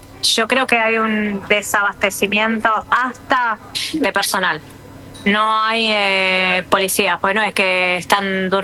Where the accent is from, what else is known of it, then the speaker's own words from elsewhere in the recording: San Justo, Buenos Aires Province, Argentina; yo soy de San Justo toda la vida y soy de La Matanza.